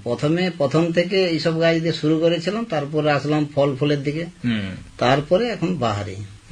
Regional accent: Namkhana, West Bengal, India; আমি নামখানা নারায়ণপুর থেকে এসেছি, দক্ষিণ চব্বিশ পরগনা

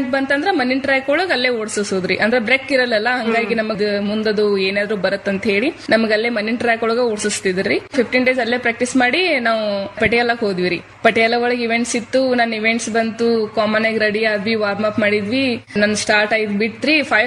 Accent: Karnataka, India; ನಮ್ಮ ಊರ್ ನಿಯರ್ ಜಮಖಂಡಿ ಅಂತ ಹೇಳಿ ನಮ್ ತಾಲೂಕ್ ರೀ

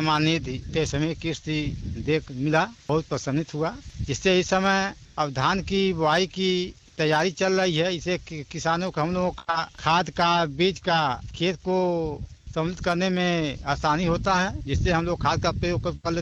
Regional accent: Duguna, Uttar Pradesh, India; ग्राम दुगुना, जिला गोरखपुर का रहने वाला हूँ।

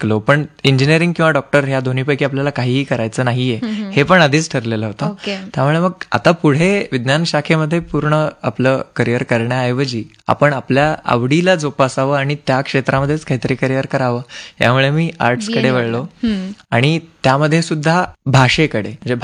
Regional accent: Chhatrapati Sambhajinagar, Maharashtra, India; मी मूळ छत्रपती संभाजीनगर येथील राहणारा आहे.

